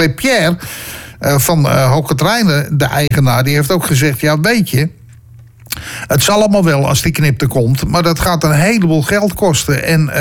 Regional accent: Utrecht, Netherlands; Dat hebben wij zelf verkozen als Utrechters.

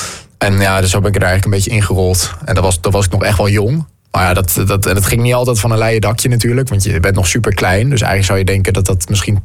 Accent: Netherlands; ik kom wel uit Nederland. Ik versta het wel, maar ook wel tot een bepaald niveau

